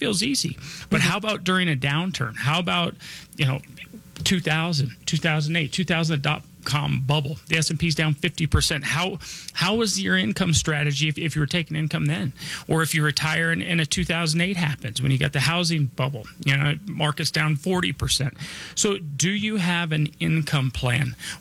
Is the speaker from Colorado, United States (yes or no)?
yes; Denver, Colorado, United States; I was born and raised here in Denver.